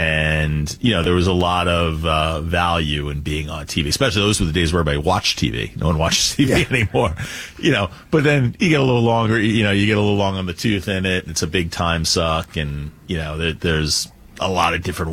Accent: New York, United States; now in New York City, United States; I was born in Brooklyn, but raised on Long Island. I was a Long Island boy.

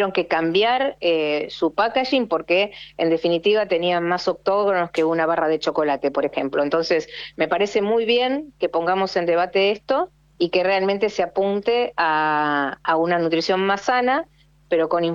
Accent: Argentina; uno como argentino

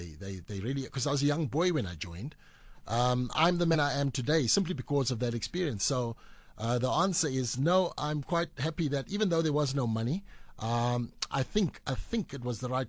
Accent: Durban, KwaZulu-Natal, South Africa; moved away; I'm not coming back to Durban because I'm from Durban.

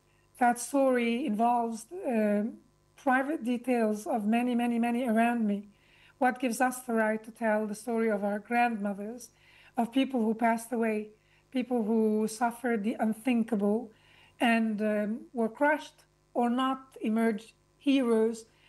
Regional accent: Lebanon; Growing up in Lebanon meant growing up between Islam and Christianity.

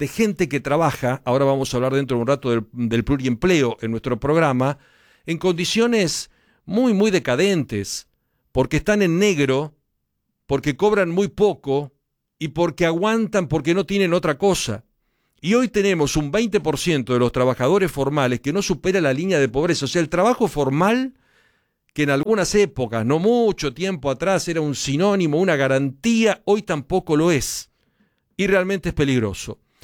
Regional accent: Argentina; lo que somos los argentinos

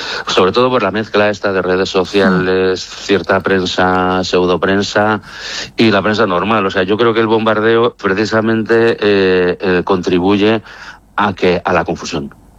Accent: San Sebastián, Basque Country, Spain; empecé en San Sebastián, de donde soy

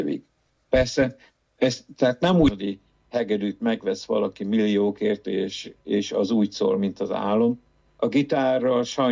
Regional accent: Baja, Bács-Kiskun, Hungary; egy kisvárosban nőttem fel, ugye Baja az nem egy nagyváros. Magyarországon viszonylatokban sem.

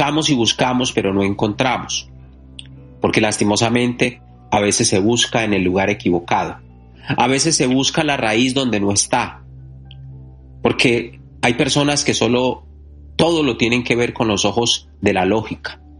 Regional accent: Catemaco, Veracruz, Mexico

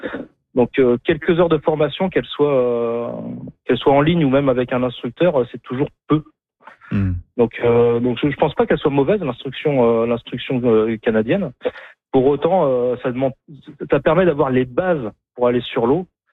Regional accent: France; je voudrais pas, en tant que Français, arriver avec mes gros sabots en disant que la formation québécoise, elle est nulle.

